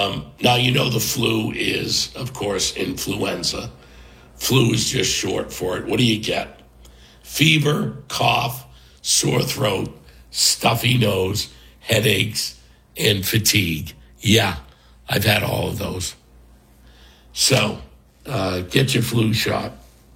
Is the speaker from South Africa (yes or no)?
no; Ireland; I can make that joke because I'm Irish.